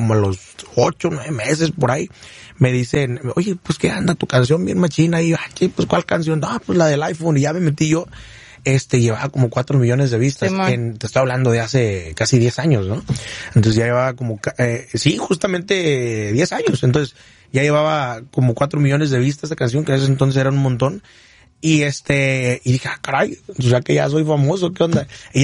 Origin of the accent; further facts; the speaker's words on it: Michoacán, Mexico; accent: Michoacán; Así como mi acento michoacano.